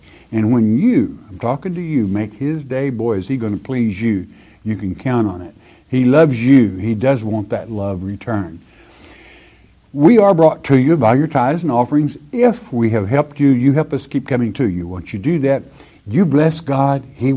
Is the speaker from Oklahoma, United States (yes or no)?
yes; Oklahoma, United States; I grew up in what they call Tornado Alley. Born and raised in Oklahoma.